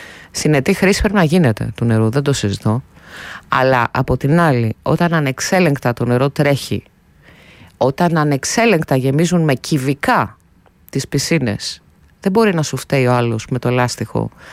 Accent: Central Macedonia, Greece; με την πατρίδα μου, τη Χαλκιδική

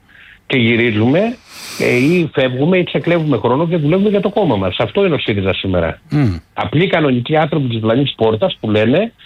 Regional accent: Amaliada, Western Greece, Greece; όπως λέμε στο χωριό μου στην Αμαλιάδα, ένας τσάρμι τύπος.

